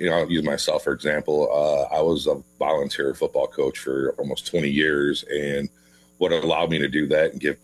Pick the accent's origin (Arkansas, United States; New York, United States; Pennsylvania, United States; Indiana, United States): Indiana, United States; I grew up in Northwest Indiana. Grew up in a typical union household